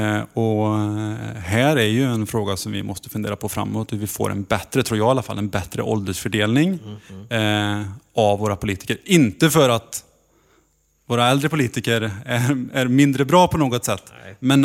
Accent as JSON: {"language": "Swedish", "town": "Kvänum", "region": "Västra Götaland County", "country": "Sweden", "tie": "born or raised there", "said": "jag växte ju inte upp i Falköping. Jag växte inte ens upp i Falköpings kommun, utan jag växte upp i Vara kommun i Kvänum."}